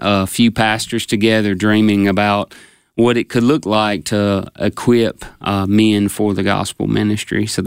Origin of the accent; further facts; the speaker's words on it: Oxford, Mississippi, United States; now in Shannon, United States; I was born and raised in Oxford, and but I'm pastoring now at Old Union in Shannon